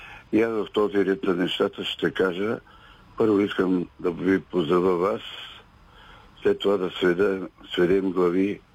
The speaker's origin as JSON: {"language": "Bulgarian", "town": "Teteven", "region": "Lovech Province", "country": "Bulgaria", "said": "съм от Тетевен."}